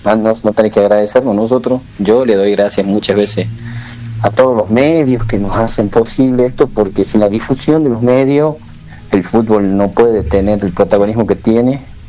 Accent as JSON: {"language": "Spanish", "town": "Concepción", "country": "Argentina", "said": "ya todos somos de Concepción, todos sus hijos viven en Concepción, salvo mi hermana que se volvió a Santa Fe, la mayor, pero todos seguimos en Concepción"}